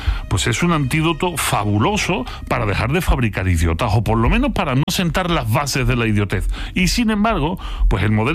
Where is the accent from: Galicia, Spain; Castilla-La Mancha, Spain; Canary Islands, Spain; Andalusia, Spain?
Andalusia, Spain; pues este es cascarón de huevo, que decíamos cuando éramos chicos aquí en Andalucía.